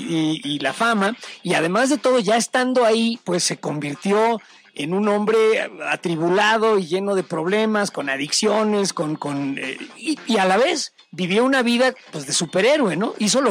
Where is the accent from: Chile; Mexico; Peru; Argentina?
Mexico; los mexicanos a lo mejor no somos tan proclives a ello como los argentinos.